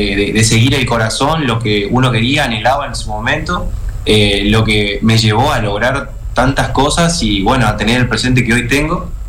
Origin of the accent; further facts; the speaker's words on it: Villa Ángela, Chaco, Argentina; moved away; soy del interior de la provincia, soy de Villa Ángela